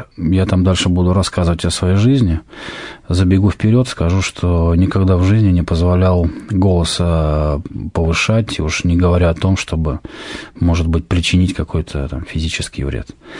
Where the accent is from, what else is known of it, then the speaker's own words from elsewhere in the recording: Podolsk, Moscow Oblast, Russia; also born or lived in Novokuznetsk, Kemerovo Oblast, Russia; где-то, наверное, может быть, до 4 или до 5 лет прожил в Новокузнецке. Потом мы с мамой вдвоем переехали в Москву. И, в общем-то, с этого возраста, вот мне сейчас уже 39, мы живем здесь, в Москве, вот, если быть точнее, то Подольский район, Подольск.